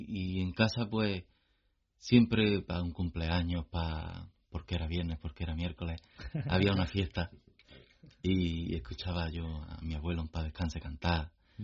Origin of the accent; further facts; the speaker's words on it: Sabadell, Catalonia, Spain; soy de Barcelona, sí, de Sabadell.